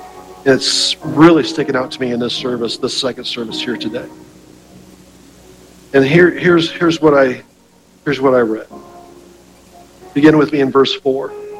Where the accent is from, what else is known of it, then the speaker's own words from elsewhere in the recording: Knox, Indiana, United States; we're from Knox, Indiana.